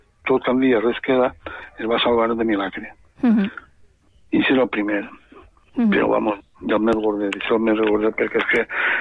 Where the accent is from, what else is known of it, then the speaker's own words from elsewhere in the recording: La Font de la Figuera, Valencian Community, Spain; perquè jo vaig néixer en Font la Figuera